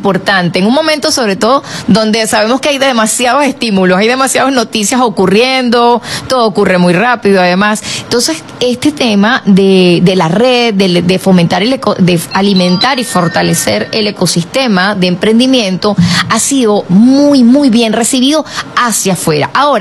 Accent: Ciudad Bolívar, Bolívar, Venezuela; yo soy del estado Bolívar, nací en Ciudad Bolívar

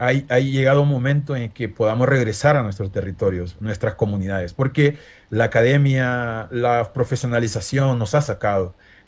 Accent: Iriona, Colón, Honduras; also born or lived in United States; yo nací allá en Iriona, desde ahí donde mi mamá me enseñó a sembrar yuca, a sembrar coco

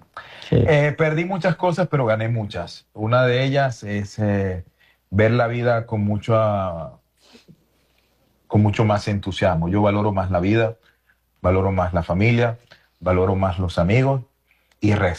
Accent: Venezuela; yo soy venezolano.

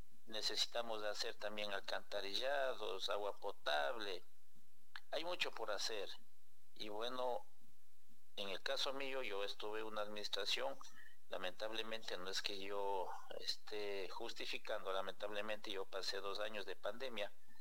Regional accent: Cotopaxi, Ecuador; Es necesario que los hijos de Pangua trabajemos por Pangua.

